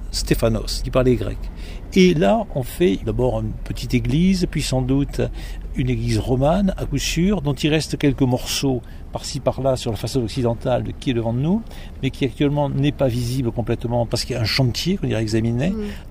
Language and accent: French; Toulouse, Occitanie, France